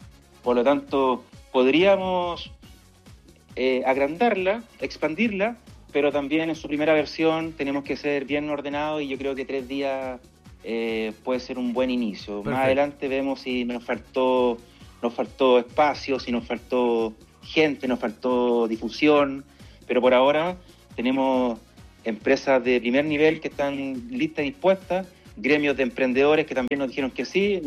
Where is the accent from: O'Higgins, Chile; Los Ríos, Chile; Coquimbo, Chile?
O'Higgins, Chile; San Vicente de Tagua Tagua; Así es, somos un grupo de San Vicentanos.